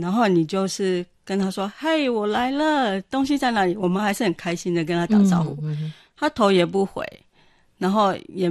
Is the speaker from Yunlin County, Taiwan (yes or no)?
yes; Sihu, Yunlin County, Taiwan; 那小时候因为爸爸妈妈在台北奋斗，所以就把我丢给爷爷带。